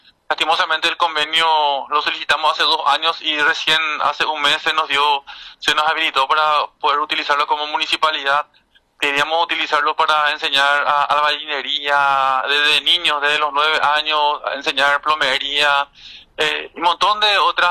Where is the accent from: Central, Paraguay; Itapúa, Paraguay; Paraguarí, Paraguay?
Paraguarí, Paraguay; Yaguarón; moved away; Yo soy yaguaronino, ya morir siendo yaguaronino, ya morir siendo paraguayo